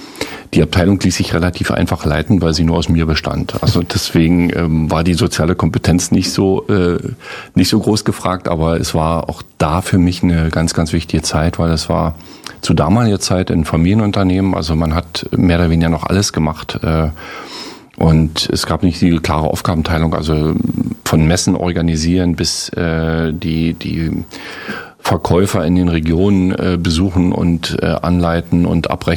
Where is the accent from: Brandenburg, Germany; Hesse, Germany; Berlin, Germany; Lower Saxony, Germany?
Brandenburg, Germany; also born or lived in Lower Bavaria; wenn man als Brandenburger nach Niederbayern kommt, wird man ein bisschen komisch angeguckt. Das ist mir vor allem aufgefallen, als ich die Lohnsteuerkarte ausgefüllt habe und da stand dann Evangelie drin und das ist in Niederbayern doch eher unüblich.